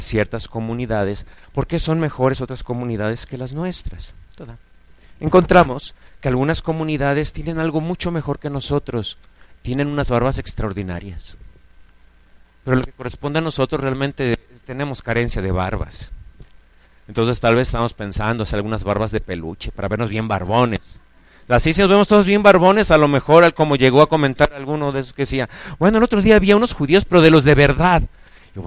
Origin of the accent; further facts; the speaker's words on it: Mexico; nosotros, que somos verdaderos mexicanos. Y aunque somos verdaderos mexicanos